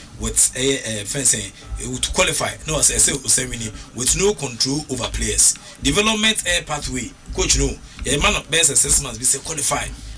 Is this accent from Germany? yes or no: yes; Munich, Bavaria, Germany; English is a second language; I've been from Munich, I'm from Europe, from Germany.